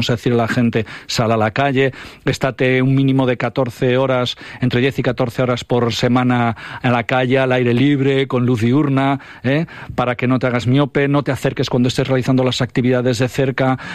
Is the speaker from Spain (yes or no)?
yes; Ponferrada, Castile and León, Spain; vengo del Bierzo, Ponferrada, 63.000 habitantes, el Bierzo 114.000, de acuerdo, tasa de paro del 10% y subiendo